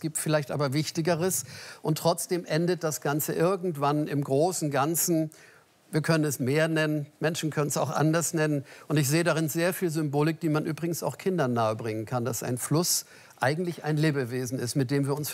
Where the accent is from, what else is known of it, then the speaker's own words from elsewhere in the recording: Hamburg, Germany; born there; Meine Frau hat mich zum Glück nach Blankenese gelockt. Ich bin eigentlich ein Kind der Alster.